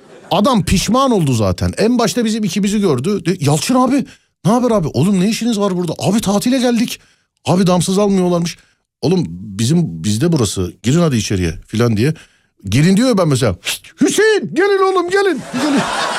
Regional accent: Istanbul, Turkey; Selam, 82 doğumluyum. İstanbul Bakırköy'de doğuma büyüme çocukluğum geçti.

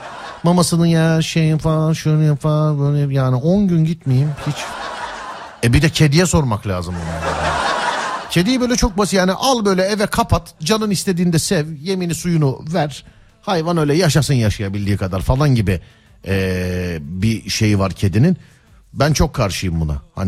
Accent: Istanbul, Turkey; Söylüyorum bir İstanbullu olarak.

